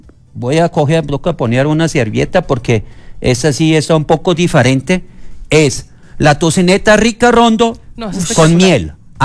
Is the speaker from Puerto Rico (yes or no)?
no; Germany; moved away as an adult; now in Colombia; yo soy alemán, estoy viviendo hace 36 años en Colombia